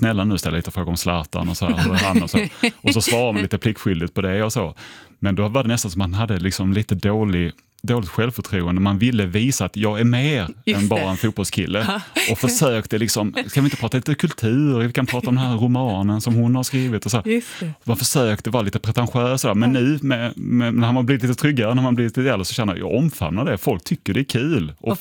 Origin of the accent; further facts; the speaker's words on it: Sweden; De tyckte det var så kul att man var där som en europé och som en svensk och besökte dem